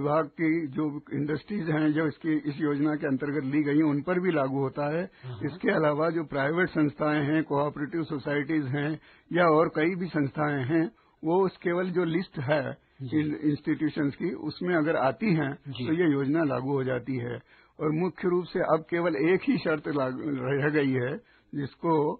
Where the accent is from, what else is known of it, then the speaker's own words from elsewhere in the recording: Dhamnod, Madhya Pradesh, India; now in Indore, India; मैं मूल रूप से धामनोद जिला धार का निवासी हूँ। मेरा जन्म 1936 में हुआ, उस समय धार राज्य था।